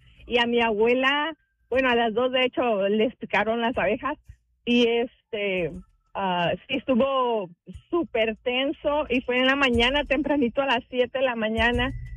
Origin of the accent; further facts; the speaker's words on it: Jalisco, Mexico; Mira, hace muchos años en mi pueblo, hubo un avistamiento de ovnis.